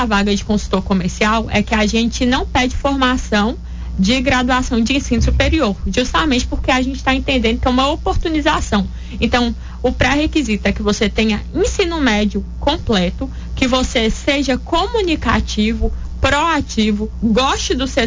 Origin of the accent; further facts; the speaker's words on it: Montes Claros, Minas Gerais, Brazil; Eu saí de Montes Claros é a 533 quilômetros aqui, pessoal, para buscar uma melhoria, né?